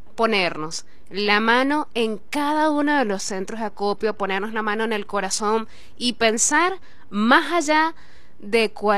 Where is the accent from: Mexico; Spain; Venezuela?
Venezuela